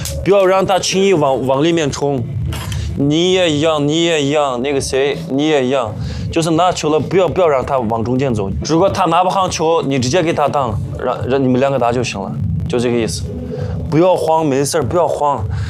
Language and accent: Chinese; Xinjiang, China; 可以代表我们家乡，可以代表新疆打这个比赛